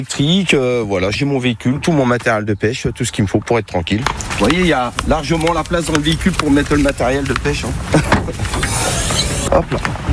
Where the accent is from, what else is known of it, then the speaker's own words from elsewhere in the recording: Reims, Grand Est, France; Je suis de Reims, donc on n'est pas très loin.